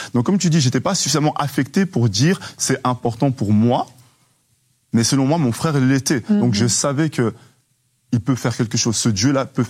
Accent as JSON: {"language": "French", "country": "Switzerland", "said": "Donc, une fois, je viens de la Suisse, un pays que j'aime énormément"}